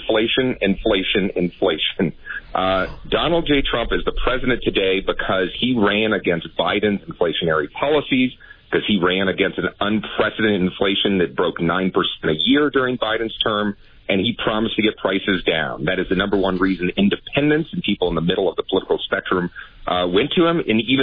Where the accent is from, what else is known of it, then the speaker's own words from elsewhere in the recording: Virginia, United States; outside of Virginia, my hometown, our home state